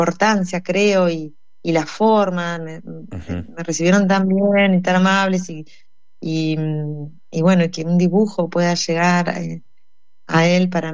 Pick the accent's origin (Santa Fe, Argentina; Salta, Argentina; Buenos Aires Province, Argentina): Buenos Aires Province, Argentina; Pehuajó; moved away as an adult; now in Luján, Argentina; Yo nací en Pehuajó y cuando cumplí los 18 años me fui a estudiar a Buenos Aires.